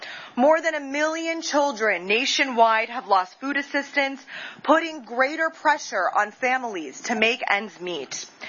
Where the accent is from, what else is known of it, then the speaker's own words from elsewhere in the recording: Arizona, United States; In my home state of Arizona, gas prices have soared since the start of Trump's illegal war.